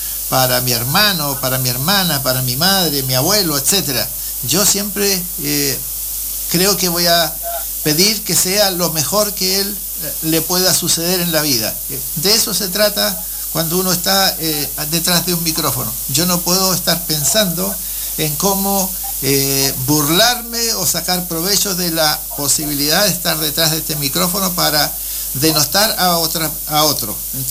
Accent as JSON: {"language": "Spanish", "country": "Chile", "said": "no significa que yo voy a dejar de ser chileno"}